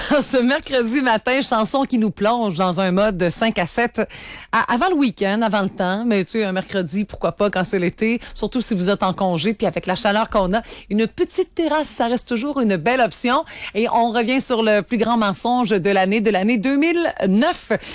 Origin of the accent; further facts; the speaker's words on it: Cap-à-la-Baleine, Quebec, Canada; on reste par chez nous au Cap à Baleine. Je te comprends, mon cher, c'est là que j'ai grandi.